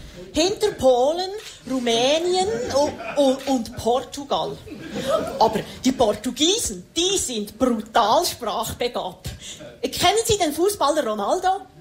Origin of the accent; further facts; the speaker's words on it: Switzerland; German is a second language; Für mich als Schweizerin ist Hochdeutsch eine schwierige Fremdsprache.